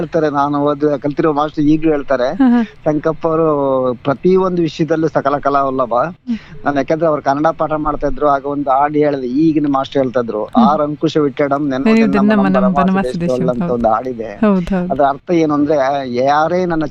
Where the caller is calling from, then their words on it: Hassan district, Karnataka, India; ಈಗ ನಮ್ಮ ಹಾಸನ ಜಿಲ್ಲೆಯಲ್ಲಿ ನಾವು ಬೇರೆ